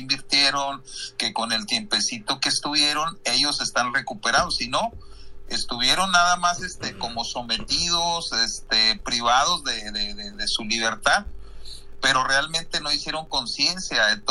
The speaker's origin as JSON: {"language": "Spanish", "town": "Múzquiz", "region": "Coahuila", "country": "Mexico", "said": "soy de Musquis"}